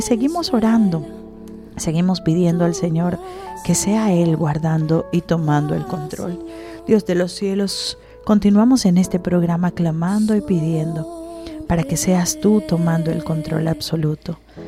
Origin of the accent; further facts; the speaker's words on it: Venezuela; a nosotros como nación y como venezolanos